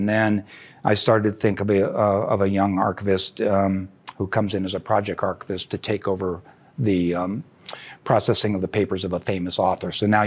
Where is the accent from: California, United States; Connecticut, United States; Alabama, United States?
California, United States; Claremont; I grew up in Claremont